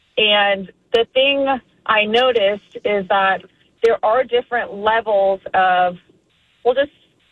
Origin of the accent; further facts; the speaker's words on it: Florida, United States; now in Maryland, United States; I'm from Florida originally, moved to Maryland, and the schools are a little wild here.